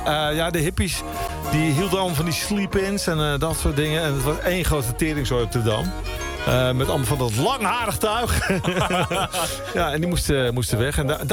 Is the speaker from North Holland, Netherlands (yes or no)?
yes; Amsterdam, North Holland, Netherlands; Ja, nou ben ik zelf al grootgebracht in de Amsterdamse zandbak.